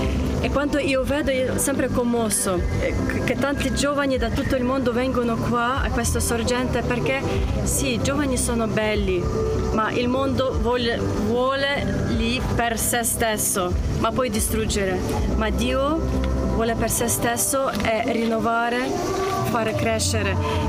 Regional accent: Ukraine; Italian is a second language; moved away as an adult; now in Italy; E vengo da Ucraina, certamente

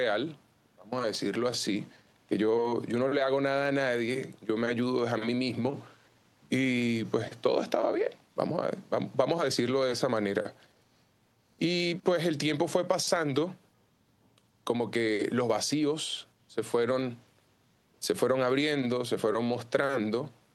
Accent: Barinas, Venezuela; moved away as an adult; now in Aruba; Bueno, soy de Venezuela, de Barinas, un pueblo, una ciudad pequeña, cerca de casi la frontera con Colombia, pero aquí en la isla es totalmente diferente, la verdad.

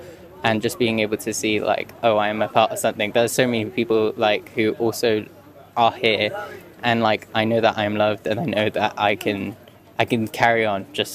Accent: London, United Kingdom; From London.

